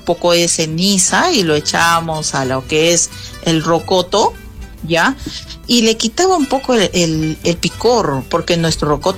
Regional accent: Arequipa, Peru; Nosotros acá en la Arequipeña, como arequipeños como grandes tradicionalistas y amantes de nuestra historia y tradición, la cebolla verde permanece en el uso diario de la cocina arequipeña.

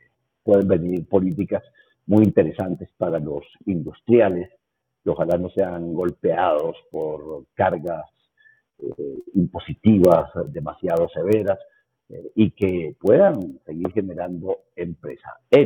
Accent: Colombia

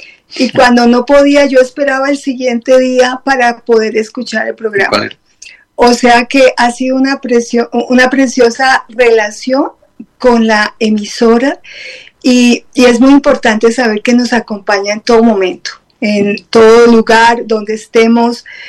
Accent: Armenia, Quindío, Colombia; yo vengo de Armenia

